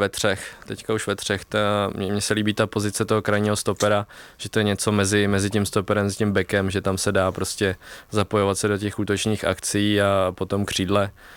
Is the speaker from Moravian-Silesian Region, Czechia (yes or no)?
no; Vysočina Region, Czechia; jsme jeli tam po naší Vysočině, odkud pocházím